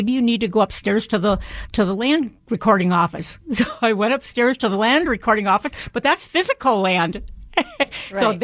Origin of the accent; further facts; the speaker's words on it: Montana, United States; moved away; So I get up to my hometown